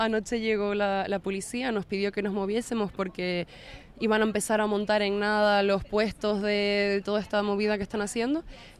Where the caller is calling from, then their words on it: La Palma, Canary Islands, Spain; yo soy de La Palma.